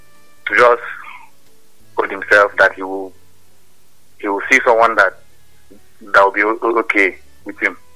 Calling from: Calabar, Cross River, Nigeria; I'm calling from Calabar.

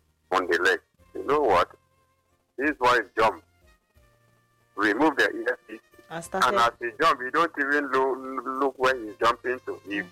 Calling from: Nigeria; I'm calling from Atapa.

